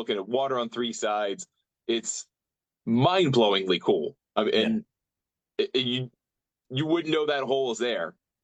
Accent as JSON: {"language": "English", "country": "United States", "said": "And you go, okay, well, I'm an American. I play a lot of parkland golf"}